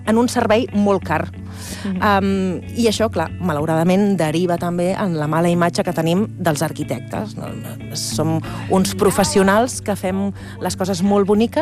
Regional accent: Barcelona, Catalonia, Spain

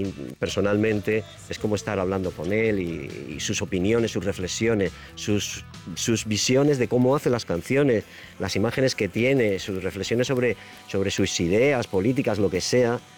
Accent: Almería, Andalusia, Spain; moved away as an adult; yo me iba a volver a Almería, yo soy de Almería, me vine aquí a tocar en el 86

